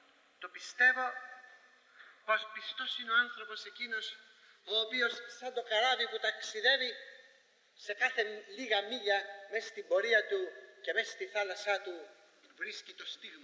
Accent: Greece; είμαι Έλληνας.

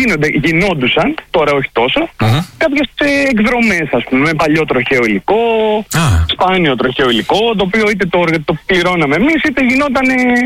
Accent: Koukounara, Peloponnese, Greece; Ναι, είμαι από Πύλο. Τέλεια. Από ένα χωρίο εδώ, την Κουκουνάρα, έξω από την πύλο.

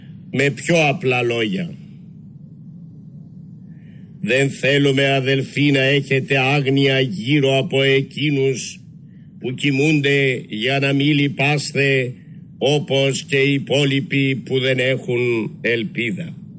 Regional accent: Greece; first language Greek; Αποτελεί ιδιαίτερο προνόμιο για μας τους Έλληνες να μελετούμε το Ιερό Ευαγγέλιο στη μητρική μας γλώσσα

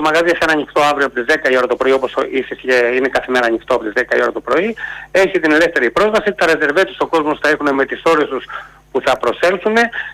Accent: Patras, Western Greece, Greece; Αγαπάω την πόλη μου. Είμαι γέννημα Θρεμαπατρινός. Ασχολούμαι με τα κοινά της πόλης

